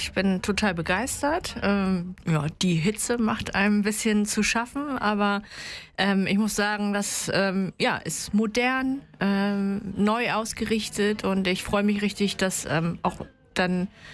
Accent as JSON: {"language": "German", "region": "Schleswig-Holstein", "country": "Germany", "said": "Ich komme aus Nordfriesland"}